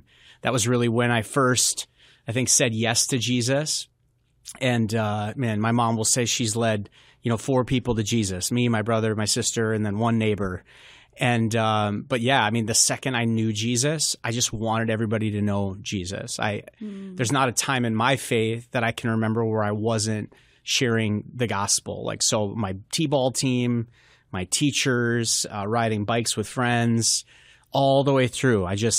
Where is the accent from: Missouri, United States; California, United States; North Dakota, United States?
North Dakota, United States; So I mentioned a little bit, but I'm from North Dakota, which I know people watching this, that's like a common vacation spot for a lot of people.